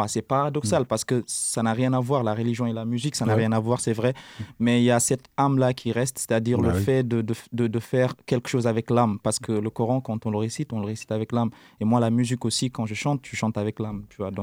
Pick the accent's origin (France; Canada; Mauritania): Mauritania; Je viens de la Mauritanie.